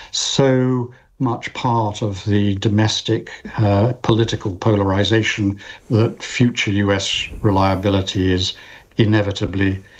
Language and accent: English; United Kingdom; speaking as a Brit